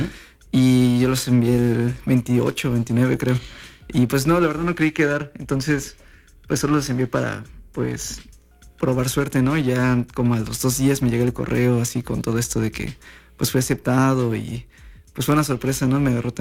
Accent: Huatusco, Veracruz, Mexico; moved away as an adult; now in Xalapa, Mexico; yo nací en Huatusco, bueno, nací aquí en Jalapa y viví toda mi vida en Huatusco, Veracruz.

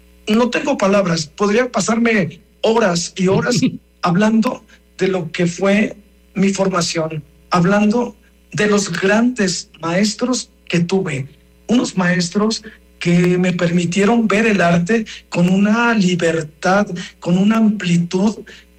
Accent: Tlapacoyan, Veracruz, Mexico; also born or lived in Xalapa, Veracruz; now in Mexico City, Mexico; Tlapacoyan, mi pueblo donde yo nací

